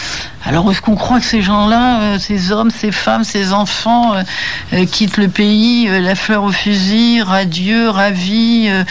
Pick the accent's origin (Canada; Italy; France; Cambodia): France; born there